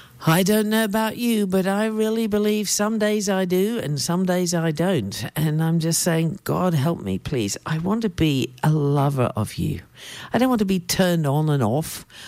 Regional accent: South East England, United Kingdom; I grew up in England. I'm a country bumpkin from the back. The back blocks of Oxfordshire, and we had a bus that came two times a week.

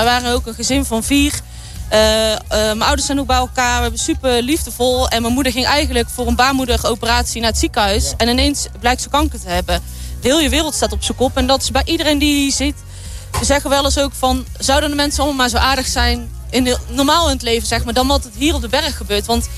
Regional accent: Prinsenbeek, North Brabant, Netherlands

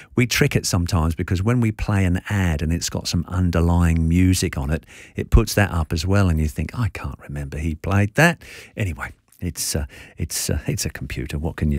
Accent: England, United Kingdom; now in Australia; you know me as an English person who values the English language.

